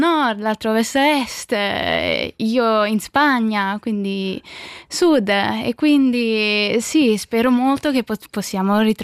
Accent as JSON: {"language": "Italian", "town": "Lugano", "region": "Ticino", "country": "Switzerland", "tie": "born or raised there", "said": "E io ho vissuto a Lugano da tutta la mia vita e quindi anche andare ai concerti dell'Orchestra della Svizzera Italiana è stato molto presente."}